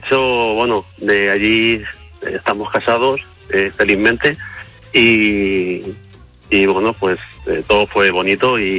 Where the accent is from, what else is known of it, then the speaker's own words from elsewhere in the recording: Madrid, Community of Madrid, Spain; Yo soy de Madrid, donde actualmente resido, y mi actual mujer también, ¿no? Los dos éramos de Madrid